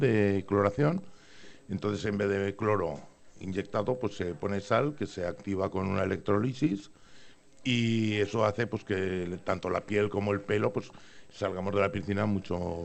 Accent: Alfántega, Aragon, Spain; aquí a mi pueblo

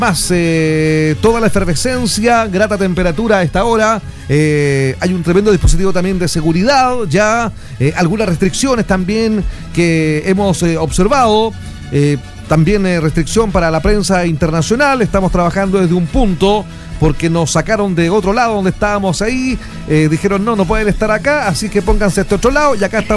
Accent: Chile; now in Mexico; pero yo soy chileno.

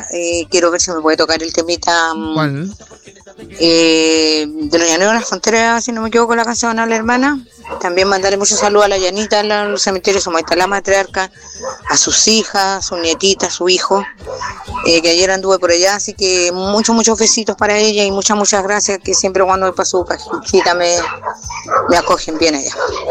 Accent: La Ligua, Valparaíso, Chile; Hola, mi niño Iris … de la Ligua.

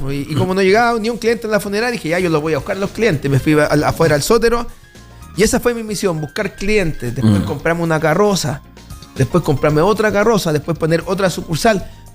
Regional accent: Puente Alto, Santiago Metropolitan Region, Chile; ¿y por qué vengo de Puente Alto?

